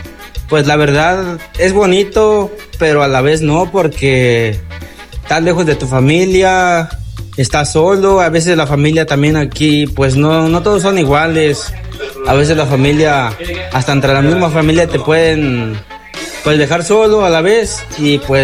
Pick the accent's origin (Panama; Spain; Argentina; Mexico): Mexico; moved away as an adult; now in United States; llego aquí desde los 18 años. Ahorita actualmente tengo 22 años, pero pues me vine por necesidades. Pues como todo mexicano se viene para Estados Unidos.